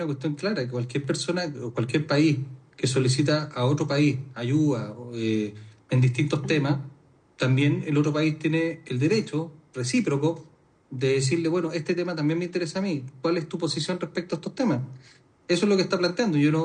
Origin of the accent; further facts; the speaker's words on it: Chile; lo que más me interesa a mí como chileno